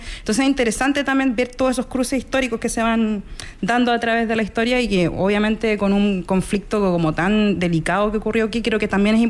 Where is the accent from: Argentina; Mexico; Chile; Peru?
Chile; moved away; yo soy arquitecta, soy chilena